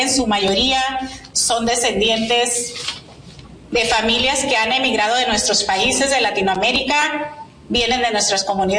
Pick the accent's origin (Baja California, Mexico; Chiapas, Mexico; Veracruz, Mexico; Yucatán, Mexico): Baja California, Mexico; Ciudad Morelos; now in Yuma, United States; Todas aquí somos 100% latinas, somos orgullosamente mexicanas. Nací y crecí muy cerca de aquí, en el Valle de Mexicali, en Ciudad Morelos, o Cuervos para mi gente.